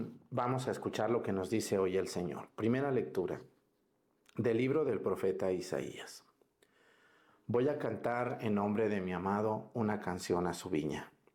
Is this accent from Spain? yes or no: no; Mexticacán, Jalisco, Mexico; born there; moved away; allá en mi pueblo, en Mesticacán